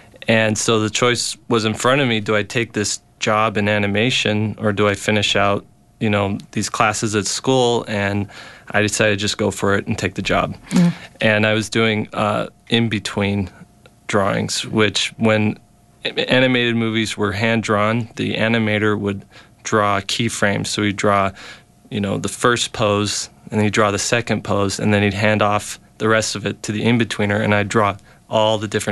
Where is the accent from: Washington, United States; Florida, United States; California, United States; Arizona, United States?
Arizona, United States; I grew up in Arizona.